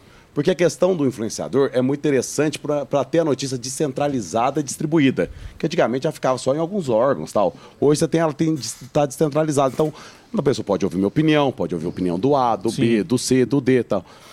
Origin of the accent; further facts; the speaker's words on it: Varginha, Minas Gerais, Brazil; moved away; Eu estava sendo homenageado lá ontem em Varginha, lá minha terra natal.